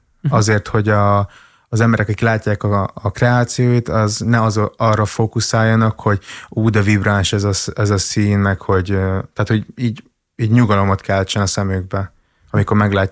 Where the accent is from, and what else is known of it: Hungary; born there